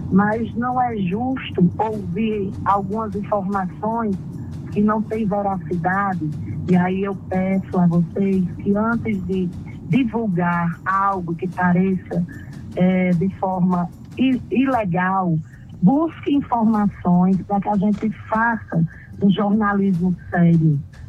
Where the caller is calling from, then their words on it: Cajazeiras, Paraíba, Brazil; nosso povo amado de nossa Cajazeiras